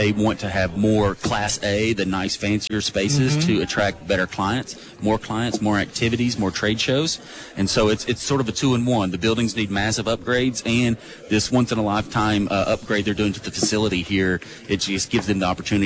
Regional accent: Corbin, Kentucky, United States; I'm from Corbin.

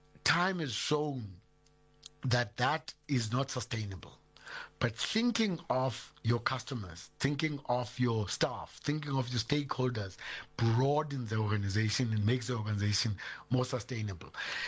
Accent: South Africa; both either in my Xhosa tradition, or when I extend it to being a South African, or extend it to being an African

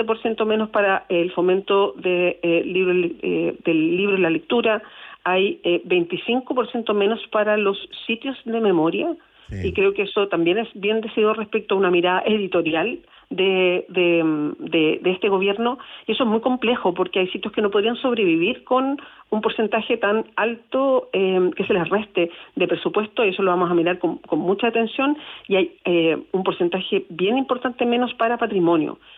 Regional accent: Chile; Y eso a mí como chilena, más allá de si soy senadora o no, me preocupa mucho

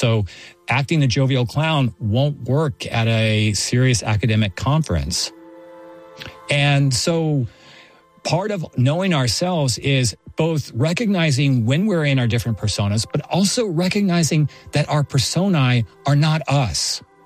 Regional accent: Texas, United States; the one thing that people found most interesting about me was that I was from Texas, and at the time, especially girls. And so, ironically, I found myself playing up my Texan-ness.

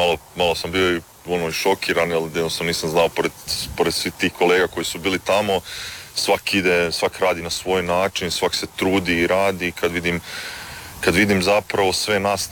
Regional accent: Zagreb, City of Zagreb, Croatia; also born or lived in Germany; ja sam rođen zapravo u Njemačkoj i onda su se moji roditelji vratili natrag u Hrvatsku 2000. godine, preselili su u Zagreb. I ja sam tamo završio i osnovnu, srednju školu, fakultet.

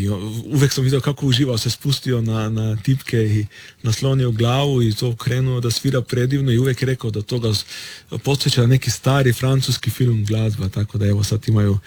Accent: Bitola, North Macedonia; imali smo u Bitolju u mom rodnom gradu koncert, fantastičan, solistički oba, tako da.

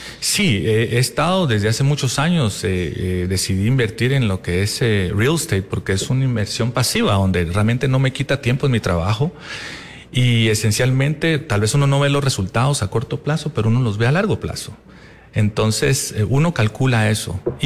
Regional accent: Guatemala; now in United States; pues yo mantengo mi ciudadanía, soy ciudadano americano, pero mantengo mi ciudadanía americana, guatemalteca.

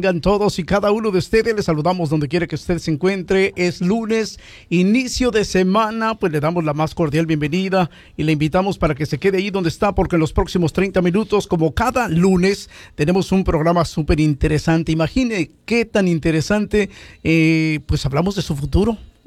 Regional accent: Mexico; moved away; yo soy de México

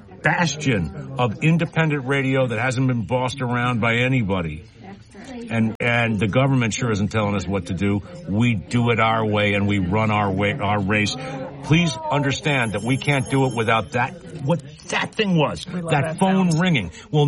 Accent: United States; I'm American.

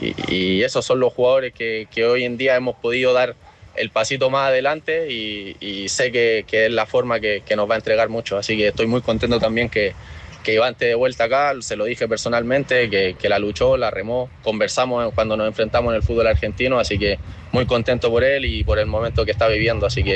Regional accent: Chile

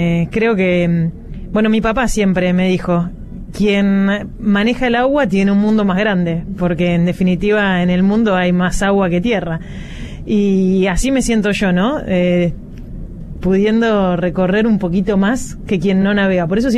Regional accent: Rosario, Santa Fe, Argentina; Soy una rosarina que ha recorrido el mundo gracias al deporte.

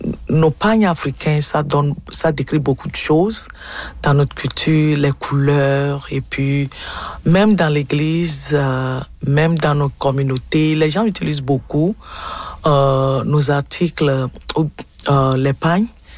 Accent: Togo; je suis togolaise et puis mes parents sont des Togolais.

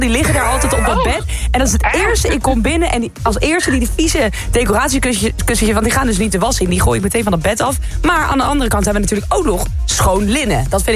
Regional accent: Netherlands; Ik ben wel een Nederlander.

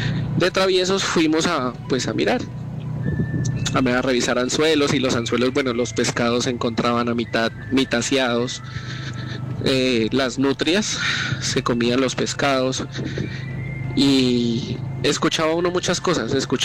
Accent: Garzón, Huila, Colombia; Yo soy de Garzón Huila, del Huila. Soy de Garzón Huila y pues allá es un pueblito.

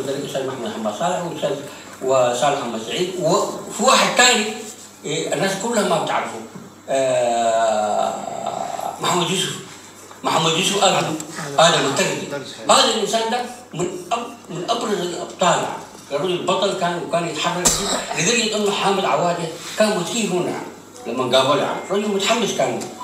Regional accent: Eritrea; احنا الشعب الريتري

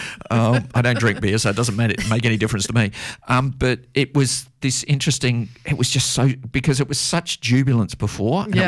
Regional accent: Australia; that's what it's like being an Australian following the Socceroos.

